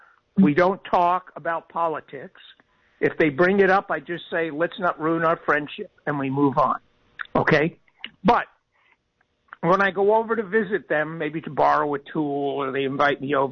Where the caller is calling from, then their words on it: Prunedale, California, United States; I have neighbors here in Prunedale